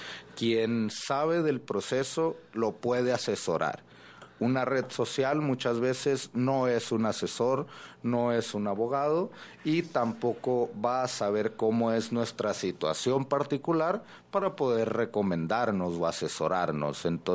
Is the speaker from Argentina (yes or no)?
no; Ciudad Juárez, Chihuahua, Mexico; A la población juarense y a las personas en general que somos ciudadanos mexicanos en busca de viajar a Estados Unidos